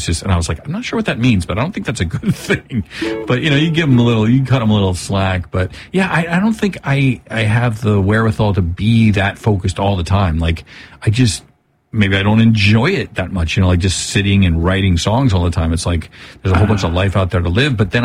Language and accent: English; Boulder, Colorado, United States; I'm from Boulder